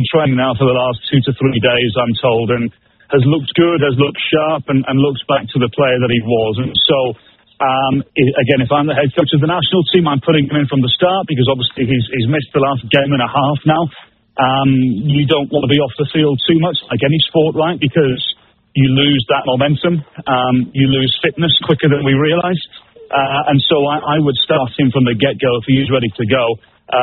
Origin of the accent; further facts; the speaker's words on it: England, United Kingdom; as an Englishman myself